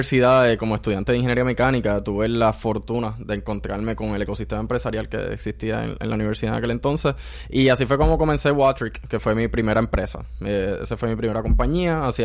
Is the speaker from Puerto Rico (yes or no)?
yes; Toa Alta, Puerto Rico; also born or lived in Mayagüez; soy de Toa Alta. Y de Mayagüez. Se me hace difícil escoger entre esas dos.